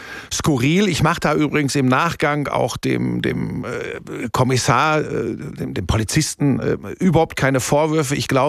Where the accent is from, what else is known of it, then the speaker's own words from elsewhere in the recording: Hagen, North Rhine-Westphalia, Germany; moved away as an adult; also born or lived in Bottrop / Cologne; now in Munich, Germany; Ja, ich bin geboren in Bottrop. Das ist wirklich, das ist ja Inbegriff des Ruhrgebiets. Bin dann aufgewachsen in Hagen. Das ist so Tor zum Sauerland, ja. Ruhrgebiet. Und dann habe ich im Rheinland studiert, in Köln an der Sporthochschule und bin 1993 dann nach München gegangen